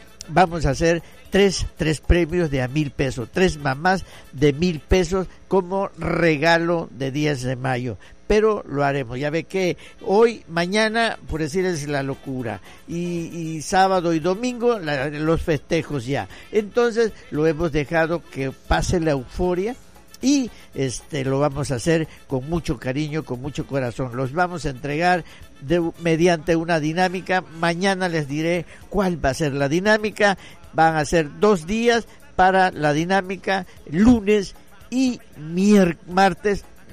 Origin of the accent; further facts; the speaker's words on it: Mexico; Es la cultura de, como mexicano, como hijo, como papá, como esposo, que nos han inculcado.